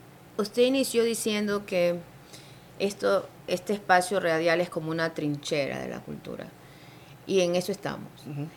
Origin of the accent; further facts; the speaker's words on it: Manta, Manabí, Ecuador; lo que somos hoy los manabitas y los mantenses.